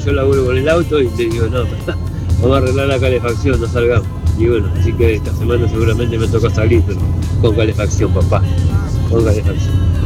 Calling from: Florencio Varela, Buenos Aires Province, Argentina; Yo soy acá de Varela

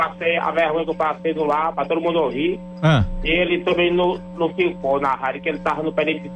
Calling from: Piauí, Brazil; eu falo aqui do Piauí.

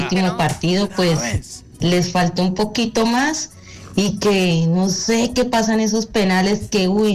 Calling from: Ibagué, Tolima, Colombia; Un saludo desde acá de Ibagué.

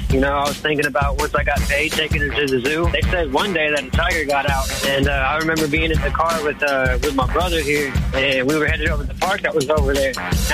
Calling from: Fort Wayne, Indiana, United States; I am calling from Fort Wayne, Indiana.

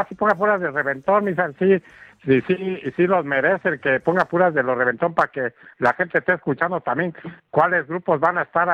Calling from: Juan Aldama, Mexico

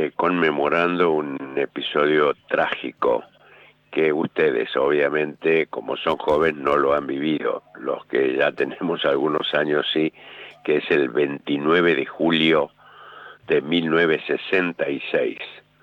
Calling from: Santiago del Estero, Argentina; Te llamo de Santiago del Estero.

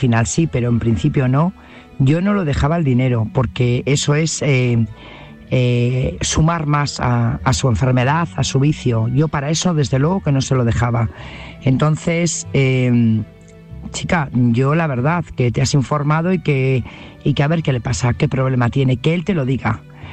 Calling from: Burgos, Castile and León, Spain; Buenas noches … corresponsal de Burgos

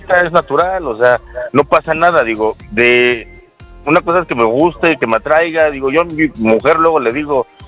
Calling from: Tlalpan, Mexico City, Mexico; Del meritito Tlalpan.

